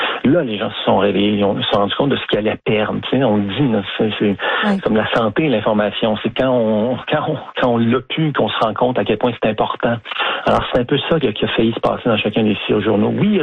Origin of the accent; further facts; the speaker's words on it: Montreal, Quebec, Canada; faut que je dise que je suis un Montréalais.